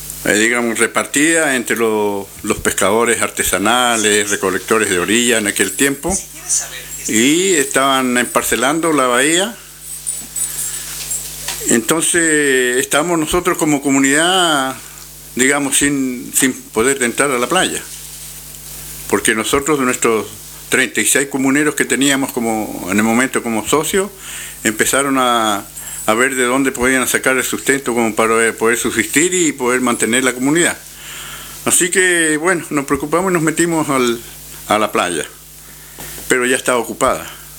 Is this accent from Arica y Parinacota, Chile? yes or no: no; Los Lagos, Chile; Soy de la comunidad Huenque de Caulín, el mismo nombre de mi lugar donde yo vivo, de mi territorio.